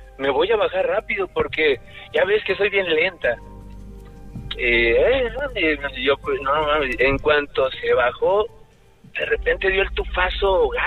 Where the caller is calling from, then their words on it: Guadalajara, Jalisco, Mexico; De Guanatos.